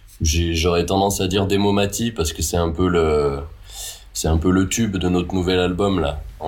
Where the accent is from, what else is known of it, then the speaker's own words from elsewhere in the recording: Saint-Étienne, Auvergne-Rhône-Alpes, France; Et on vient de Saint-Étienne. Globalement on est la moitié du groupe à Saint-Étienne et l'autre moitié dans le Pila, dans les montagnes au-dessus de Saint-Étienne.